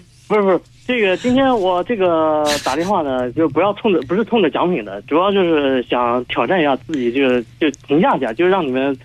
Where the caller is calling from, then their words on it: Yangzhou, Jiangsu, China; 我来自扬州啊。